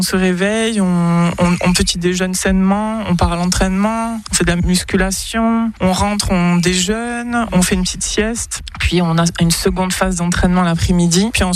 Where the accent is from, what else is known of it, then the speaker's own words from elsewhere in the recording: Bayonne, Nouvelle-Aquitaine, France; j'ai 48 ans et je suis de Bayonne.